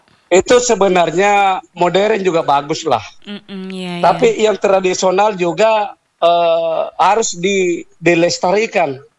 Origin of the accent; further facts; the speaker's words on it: South Sulawesi, Indonesia; itu kita bisa pakai sesama orang Sulsel.